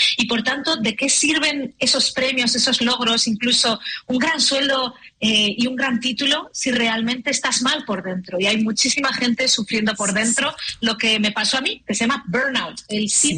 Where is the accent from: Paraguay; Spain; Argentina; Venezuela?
Spain; Pues como española, de 30 y pocos años